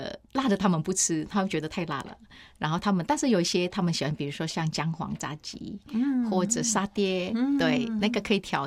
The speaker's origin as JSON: {"language": "Chinese", "country": "Indonesia", "lives_now": "Taiwan", "said": "不是没有计划性来台湾嘛，当初因为是遇到一个大环境的那种动荡。那那个时候就是每次有人问我你是哪里人，我就会说我是新加坡马来西亚"}